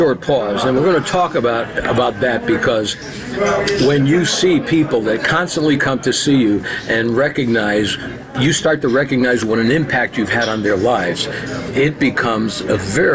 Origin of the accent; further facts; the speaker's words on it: Hartford, Connecticut, United States; moved away; it's in Hartford, which is my hometown.